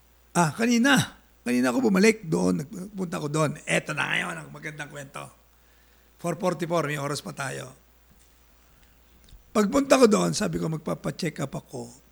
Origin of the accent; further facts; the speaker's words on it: Batangas, Calabarzon, Philippines; moved away; ang tawag sa amin sa Batangas noon